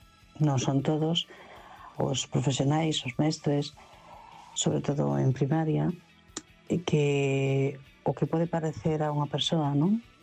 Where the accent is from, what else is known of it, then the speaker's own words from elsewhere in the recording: Vigo, Galicia, Spain; Hola, boa noite a todos.